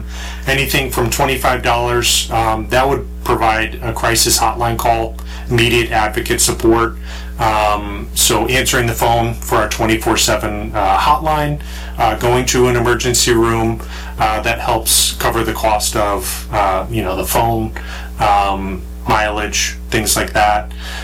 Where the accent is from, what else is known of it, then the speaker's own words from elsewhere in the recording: Connecticut, United States; moved away as an adult; growing up in Connecticut, it's very different.